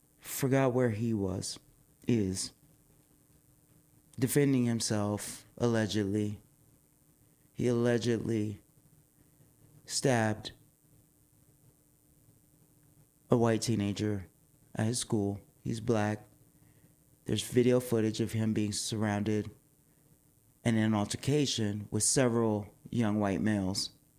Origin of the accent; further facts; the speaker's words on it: Washington, District of Columbia, United States; my hometown of DC